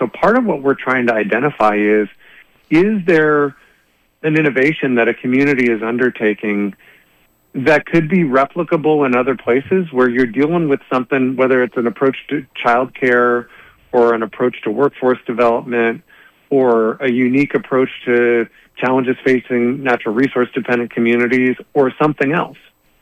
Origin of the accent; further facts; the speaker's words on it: Port Angeles, Washington, United States; I grew up in Port Angeles.